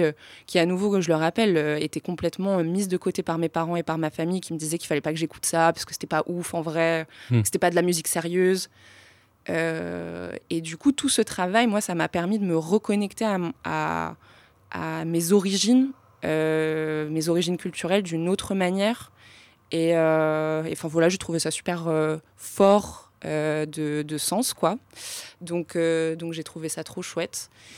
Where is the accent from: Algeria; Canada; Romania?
Romania; now in France; qui, en vrai, me rappelle grave mon enfance en Roumanie aussi, parce que c'était un peu le climax à ce moment-là.